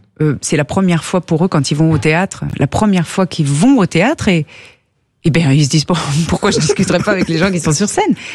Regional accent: Paris, Île-de-France, France; also born or lived in Cannes; moi j'ai vécu en France, à Paris, et c'est vrai, je suis née à Cannes et je connais bien Cannes parce que ma grand-mère y habitait et on y allait tout le temps.

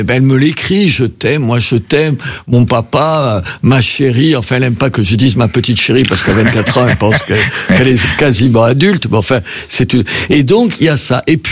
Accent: south of France, France

